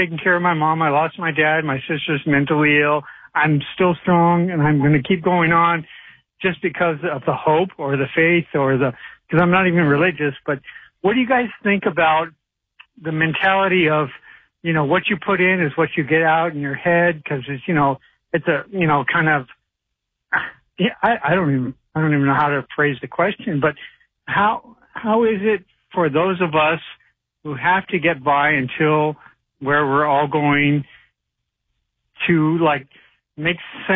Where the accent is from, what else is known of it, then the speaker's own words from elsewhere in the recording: Sedona, Arizona, United States; And, well, I grew up in Sedona, Arizona.